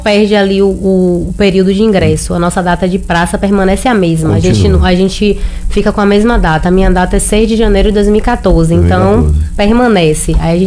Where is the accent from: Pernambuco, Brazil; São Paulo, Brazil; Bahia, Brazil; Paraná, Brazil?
Bahia, Brazil; Feira de Santana; Feira de Santana, sou de Feira de Santana